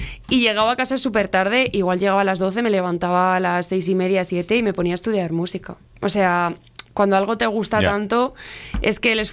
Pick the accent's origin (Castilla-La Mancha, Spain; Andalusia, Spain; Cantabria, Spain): Cantabria, Spain; Laredo; now in Gama, Spain; soy de aquí, de este pueblo tan bonito, de Laredo. Y vivo actualmente en Gama, pero bueno, la verdad es que menos en Gama, estoy en cualquier lado, en Santander